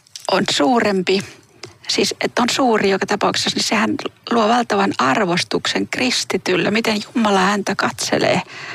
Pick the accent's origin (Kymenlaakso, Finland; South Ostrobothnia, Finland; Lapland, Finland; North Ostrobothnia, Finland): Kymenlaakso, Finland; Kotka; Yksi tuttu naapuri aikanaan Kotkassa, josta mä oon kotoisin